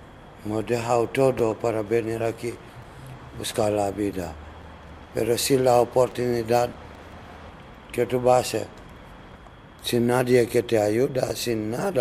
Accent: Conakry, Guinea; Spanish is a second language; moved away as an adult; Soy de Guinea, Conakry.

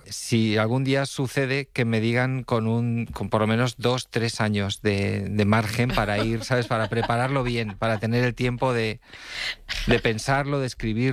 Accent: Villacarriedo, Cantabria, Spain; born or raised there

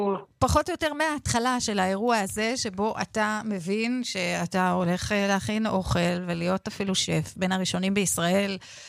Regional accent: Paris, Île-de-France, France; אני מפריז. סן ג'רמן.

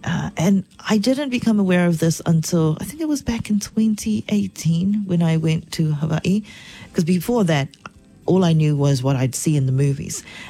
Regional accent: Niue; because I come from Niue, we're the majority

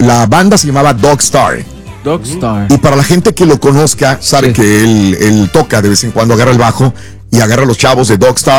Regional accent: Matamoros, Tamaulipas, Mexico; moved away; cuando yo me vine de Matamoros, era de las colonias más populares.

